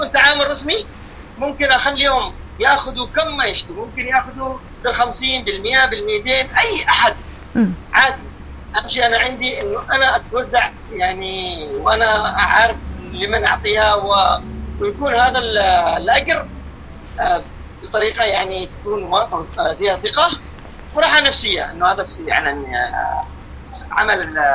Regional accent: Aden, Yemen; وكانوا يقولوا لي أنت من فين؟ أقول لهم أنا من عدن. أيوة بعدين ربطوا لي

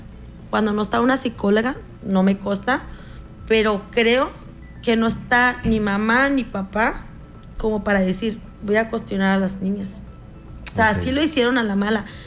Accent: Fresnillo, Zacatecas, Mexico; De Fresnillo, Zacatecas. Okay. Entonces, acá no tengo mamá, papá ni hermanos.

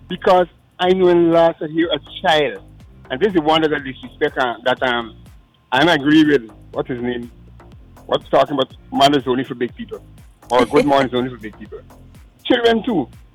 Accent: London, United Kingdom; And when I grew up in London, when I walked Jimmy Street

